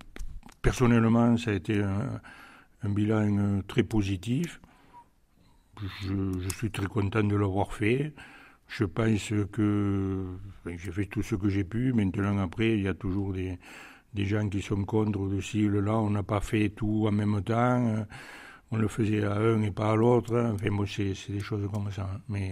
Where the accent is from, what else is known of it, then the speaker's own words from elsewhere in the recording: Avène, Occitanie, France; je suis originaire d'Avesnes, donc je resterai tout le temps sur Avesnes